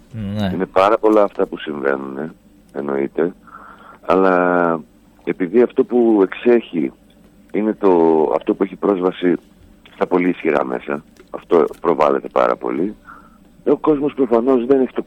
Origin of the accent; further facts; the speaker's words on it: Thessaloniki, Central Macedonia, Greece; που ειδικά σαν Θεσσαλονικιός είναι